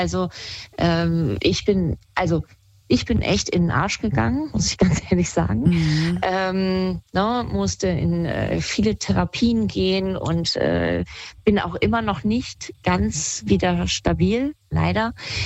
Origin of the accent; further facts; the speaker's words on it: Kassel, Hesse, Germany; Also ich komme ja ursprünglich aus Kassel, aber bin dann ein bisschen weiter weggegangen.